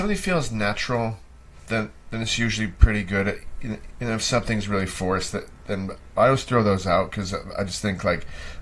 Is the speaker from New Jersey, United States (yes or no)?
no; Buffalo, New York, United States; moved away as an adult; I grew up in Buffalo, New York.